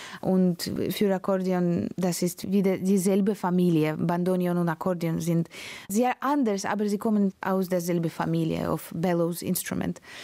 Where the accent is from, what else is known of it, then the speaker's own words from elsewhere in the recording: Latvia; German is a second language; moved away; Ich komme aus Lettland, also das Wetter ist dasselbe.